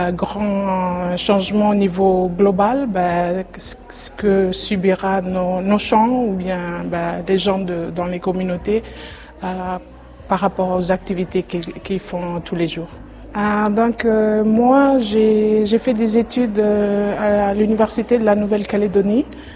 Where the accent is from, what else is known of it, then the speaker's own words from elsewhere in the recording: Tafea, Vanuatu; Je viens de l'île de Tana, sur Vanuatu.